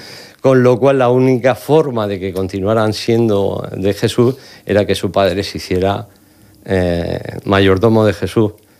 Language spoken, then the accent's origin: Spanish; Murcia, Region of Murcia, Spain; born there; El Perdón, de nacencia soy san antolinero de la Plaza de San Ginés.